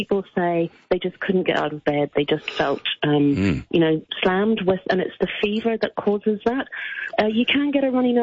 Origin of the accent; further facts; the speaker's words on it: Northern Ireland, United Kingdom; moved away as an adult; also born or lived in New Zealand; Originally, I'm from Northern Ireland, but I've worked for many years in New Zealand.